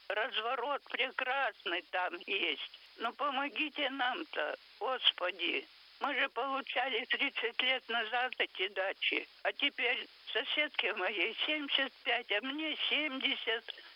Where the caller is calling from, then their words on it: Vologda, Vologda Oblast, Russia; Я говорю из Вологды.